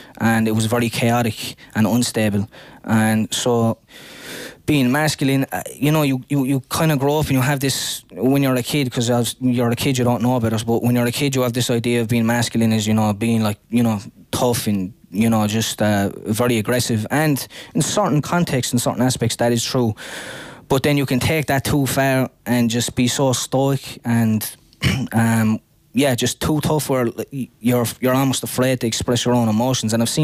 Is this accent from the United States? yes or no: no; Limerick, Munster, Ireland; the stuff I heard growing up in Limerick